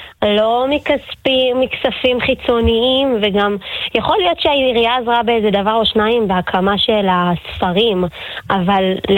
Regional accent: Ma'ale Adumim, Judea and Samaria Area, Israel; גדלנו כאן, התגוררנו כאן, ובאמת חלק זכו לחזור בתשובה בתוך מעלה אדומים

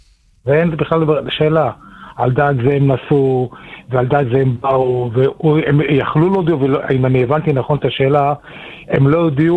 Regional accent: Bnei Brak, Tel Aviv District, Israel; אני מבני ברק.

